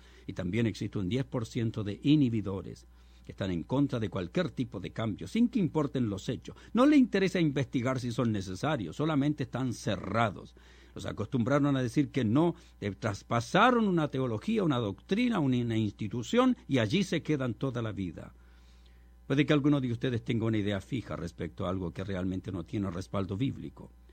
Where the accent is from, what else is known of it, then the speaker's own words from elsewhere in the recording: Chile; moved away; en mi país, en Chile